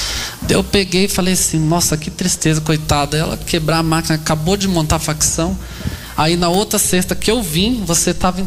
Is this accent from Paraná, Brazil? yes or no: yes; Apucarana, Paraná, Brazil; encontrei uma senhora, que eu sou de lá de Apucaranga, e ela de lá.